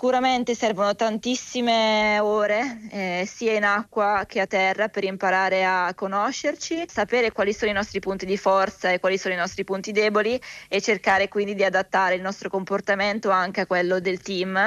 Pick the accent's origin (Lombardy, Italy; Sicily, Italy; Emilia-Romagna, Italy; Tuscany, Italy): Lombardy, Italy; Brescia; Vengo da Brescia, fortunatamente ho un aeroporto comodo, ma in caso dovessi rimanere a Cagliari